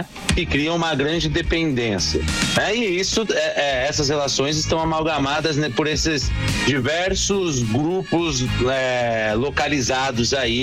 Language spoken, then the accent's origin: Portuguese; São Paulo, Brazil; o Rio de Janeiro, ele, se eu comparo com São Paulo de onde eu, com São Paulo de onde eu sou, a gente não tem essa Assembleia Legislativa tão movimentada como a do Rio de Janeiro